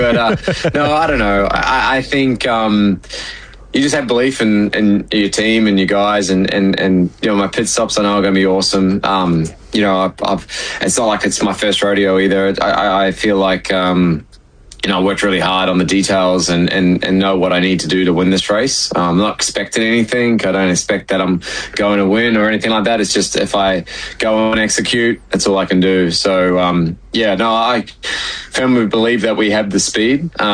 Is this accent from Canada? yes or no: no; New Zealand; anytime I get a chance to say that I'm a Kiwi here in America or you know, just you know, represent the Kiwi flag is a special moment.